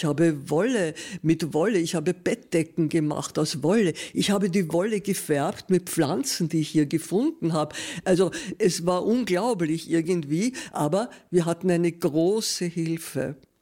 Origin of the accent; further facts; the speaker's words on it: Vienna, Austria; moved away as an adult; now in Styria, Austria; Und ich bin von Wien gekommen und habe dort bis zu meinem 37. Lebensjahr gelebt.